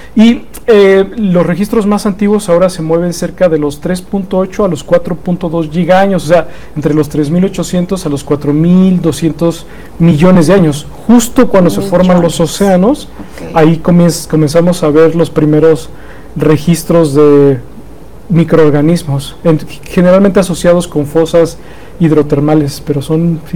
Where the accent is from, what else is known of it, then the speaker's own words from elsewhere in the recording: Mexico; A veces como mexicanos, cuando estamos a lo mejor abrazando a un mezquite, no nos damos cuenta de lo antiguo que es ese organismo